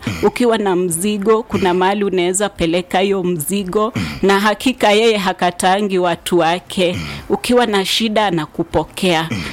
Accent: Isiolo, Isiolo County, Kenya; born there; moved away; also born or lived in Lodwar, Turkana / Nanyuki; Mimi nimezaliwa place inaitwa Lodwa, Trukana. After Lodwa nimelelewa pia mahali kunaitwa Isiolo, mile saba. Pia nimelelewa kidogo pia mahali inaitwa Nanyuki.

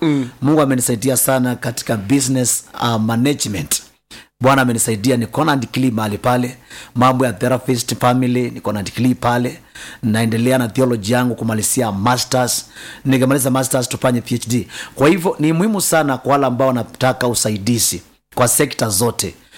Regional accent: Kenya; sisi ni wa Kenya

